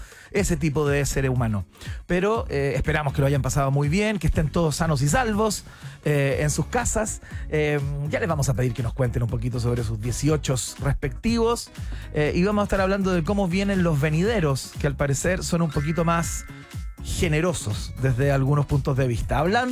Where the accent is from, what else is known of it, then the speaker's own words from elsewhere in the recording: Chile; somos chilenos promedio y eso está muy en el alma criolla